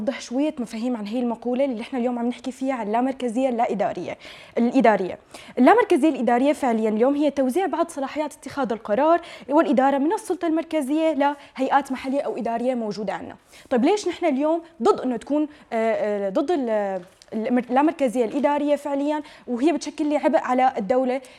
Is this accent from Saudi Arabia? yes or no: no; Syria